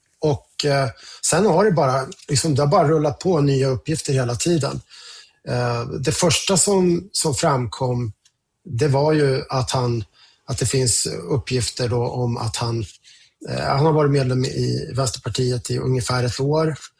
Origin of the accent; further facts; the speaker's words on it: Östersund, Jämtland County, Sweden; now in Stockholm, Sweden; Men nu är jag hemma i Östersund där jag kommer från ett par dagar.